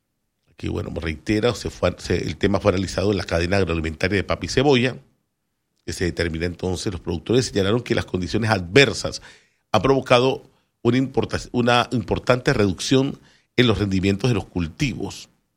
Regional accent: Panama

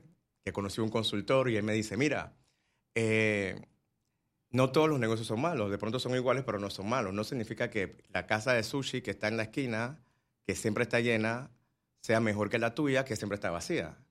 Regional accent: Panama; moved away as an adult; also born or lived in Italy; quiero hacer un restaurante en mi país porque ya me quiero regresar.

